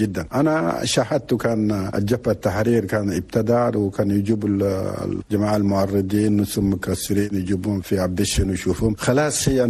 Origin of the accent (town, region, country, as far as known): Chad